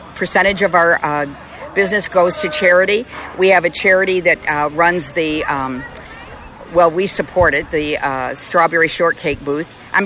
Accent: Toledo, Ohio, United States; also born or lived in Deltona, Florida; now in Florida, United States; So, but I'm originally from Toledo, Ohio, and I have family here in Jersey City.

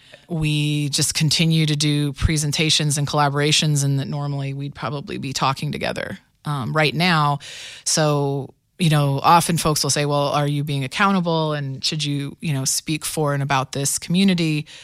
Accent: Mansfield, Ohio, United States; I'm from Mansfield, Ohio, and my histories are from this area

